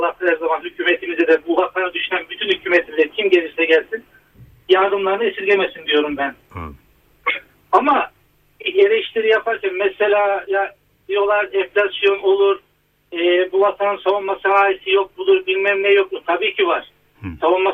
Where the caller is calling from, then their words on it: Konya, Turkey; Konya'dan arıyorum.